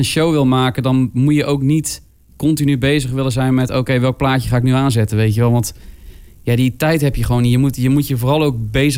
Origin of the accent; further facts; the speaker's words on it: Bergen op Zoom, North Brabant, Netherlands; ik kom uit Berg op Zoom.